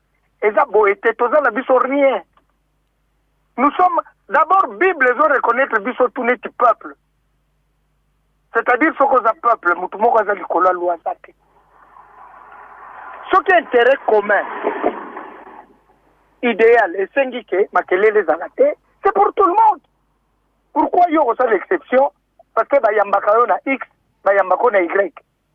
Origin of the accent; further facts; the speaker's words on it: DR Congo; Mais il faut y avoir que nous sommes Congolais